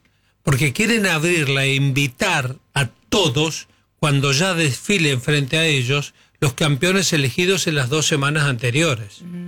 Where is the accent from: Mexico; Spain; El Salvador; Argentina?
Argentina; Patagonia; moved away; hay una ola muy, muy, pero muy fría en la Patagonia, si me circunscribo mi provincia natal